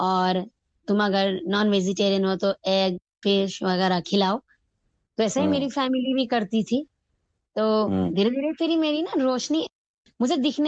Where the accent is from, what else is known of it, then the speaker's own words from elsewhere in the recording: Kathmandu, Bagmati, Nepal; now in Delhi, India; मैं बेसिकली मैं नेपाल से बिलोंग करती हूँ, काठमांडू से।